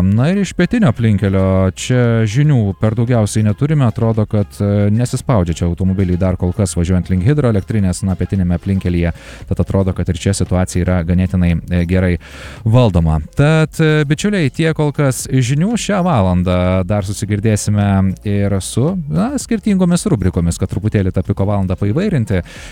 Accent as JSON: {"language": "Lithuanian", "town": "Kaunas", "region": "Kaunas County", "country": "Lithuania", "said": "mes kauniečiai tikimės, kad pas mus visada bus patys pigiausi degalai"}